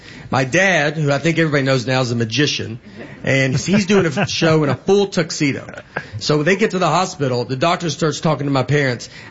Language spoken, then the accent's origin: English; Old Hickory, Tennessee, United States; So I grew up in Old Hickory, Tennessee, and we used to climb down this cliff in Old Hickory Lake